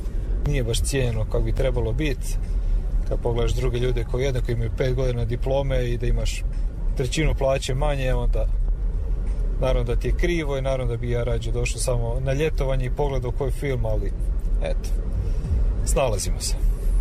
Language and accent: Croatian; Bjelovar, Bjelovar-Bilogora County, Croatia; U Bjelovaru, ja sam inače iz Bjelovara, tako sam nakon faksa se vratio nazad